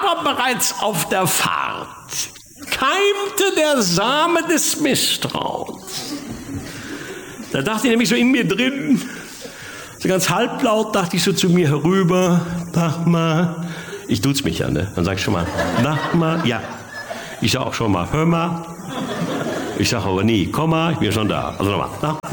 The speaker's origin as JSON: {"language": "German", "town": "Bochum", "region": "North Rhine-Westphalia", "country": "Germany", "said": "Ich komme ja aus Bochum"}